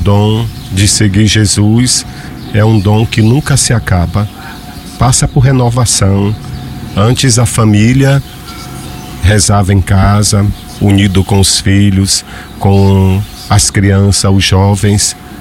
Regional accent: Jequié, Bahia, Brazil; Eu cresci ouvindo na minha terra, em Jequié

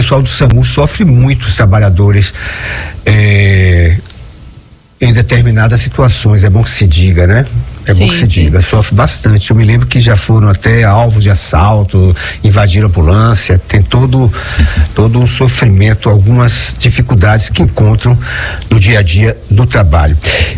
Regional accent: Iguaí, Bahia, Brazil; Sou aqui de Iguaí e a deputada Roberta Roma mandou para a saúde aqui de Iguaí quase R$1 milhão.

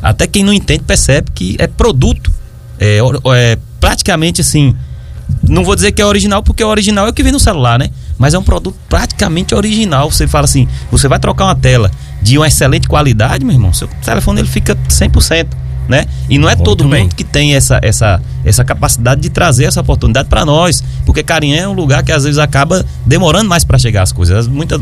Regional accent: Bahia, Brazil; E nós que somos baianos, a gente só acredita vendo, né, assim, as coisas, só pegando, né, que a gente tem o costume.

